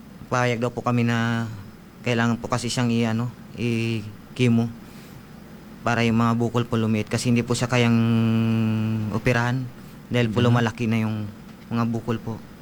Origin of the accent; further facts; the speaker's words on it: Bataraza, Mimaropa, Philippines; Poblasyon Batarasa po.